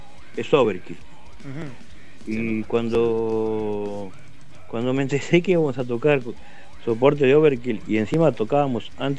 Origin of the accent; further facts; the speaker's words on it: Monte Grande, Buenos Aires Province, Argentina; nosotros somos de Monte Grande